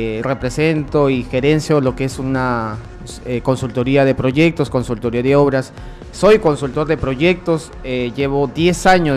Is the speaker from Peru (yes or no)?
yes; Peru; born there; yo soy nacido en el Centro Poblado Manuel Suán, el Papayo